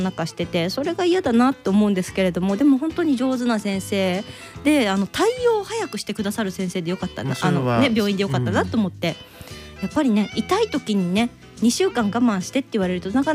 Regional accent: Osaka, Japan; now in Ishikawa, Japan; 私大阪出身で石川県に引っ越してきたんですね。

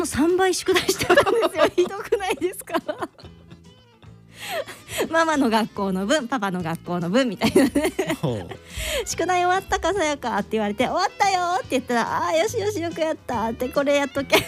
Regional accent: Osaka, Japan; 私も大阪出身ですけれども、

